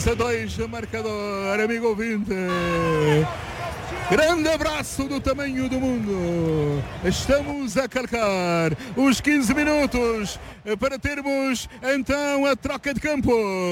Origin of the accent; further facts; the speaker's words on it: Cape Verde; Imagino lá na terra, imagino lá em Cabo Verde, imagino o que se estará nesta altura a viver.